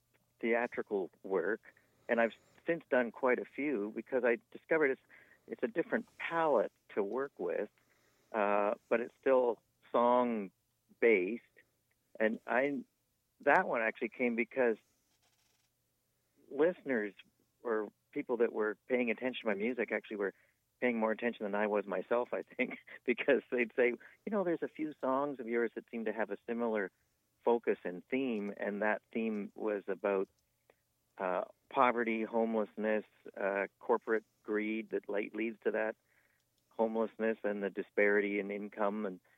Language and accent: English; Guelph, Ontario, Canada; Yeah, I'm a city councillor now, and we're at my hometown of Guelph, Ontario.